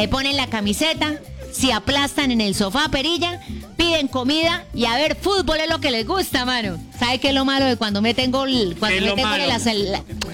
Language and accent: Spanish; San Vicente de Chucurí, Santander, Colombia; moved away; de San Vicente de Chucurí, mi pueblo